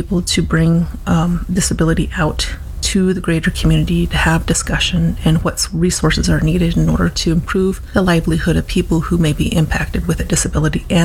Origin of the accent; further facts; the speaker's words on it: Winslow, Arizona, United States; also born or lived in California; now in Tucson, United States; I grew up in Winslow, Arizona. I also was part of boarding school era, so I'm a descendant of boarding schools and also attended boarding school and part of the urban relocation program.